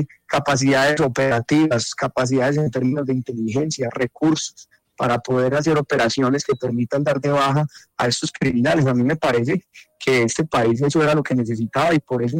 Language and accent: Spanish; Medellín, Antioquia, Colombia; Yo soy de Antioquia, una de las regiones más afectadas por la violencia en este país. Soy de Medellín, una ciudad donde opera el 43% del crimen organizado de Colombia.